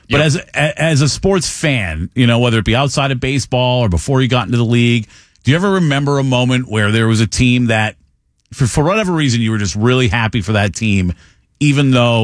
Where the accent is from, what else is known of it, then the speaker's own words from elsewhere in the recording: Massachusetts, United States; I'm from Massachusetts. I was never a Red Sox.